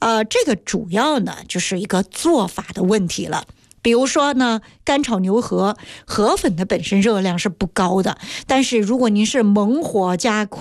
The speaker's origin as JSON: {"language": "Chinese", "region": "Guangdong", "country": "China", "said": "咱们广东人是爱喝汤的啊"}